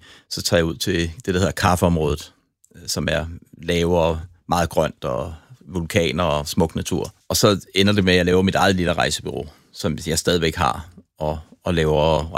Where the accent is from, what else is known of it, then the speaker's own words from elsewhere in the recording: Copenhagen, Capital Region of Denmark, Denmark; som dansker fra Østerbro